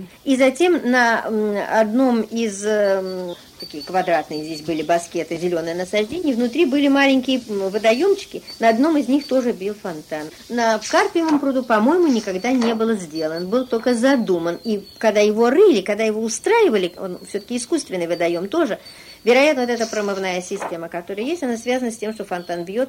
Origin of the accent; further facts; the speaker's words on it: Saint Petersburg, Russia; born there; Я родилась в Ленинградке и очень люблю свой город.